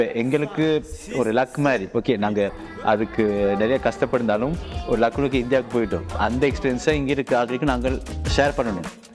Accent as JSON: {"language": "Tamil", "country": "France", "tie": "born or raised there", "said": "ஒரு ஃப்ரெஞ்ச் குடிமகனாக நோபலாக வளர்ந்தோம்."}